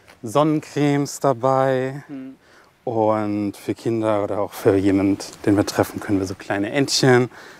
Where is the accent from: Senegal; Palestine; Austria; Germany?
Germany; Saxony-Anhalt; Ich komme von hier.